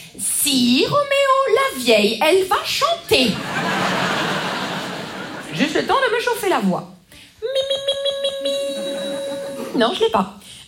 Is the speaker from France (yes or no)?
yes; Grand Est, France; Vous savez, moi, je viens des Vosges.